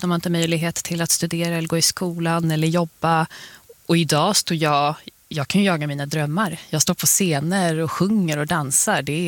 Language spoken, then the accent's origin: Swedish; Botkyrka, Stockholm County, Sweden; Där jag kommer ifrån, i Botkyrka, som ligger i södra Stockholm, så har vi folk från alla delar av världen.